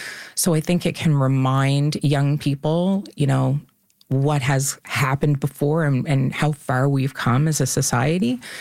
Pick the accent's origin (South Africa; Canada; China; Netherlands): Canada; Kennebecasis Valley, New Brunswick; I'm originally from the Kennebecasis Valley, so I was in university in St. John at the time